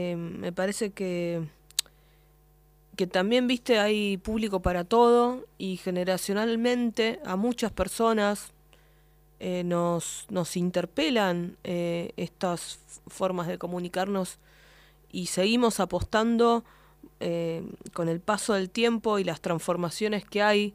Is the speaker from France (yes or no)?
no; Argentina; yo como ciudadana que soy, como argentina que soy, deseo que mi país también siga estando